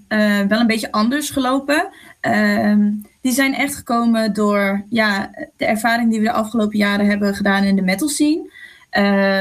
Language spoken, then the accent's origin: Dutch; Friesland, Netherlands; ik kom ook uit Friesland.